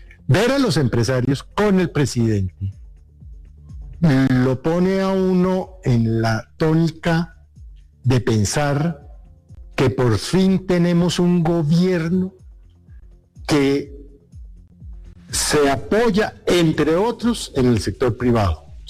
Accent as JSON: {"language": "Spanish", "country": "Colombia", "said": "pero definitivamente como colombiano siento una gran satisfacción, un gran orgullo"}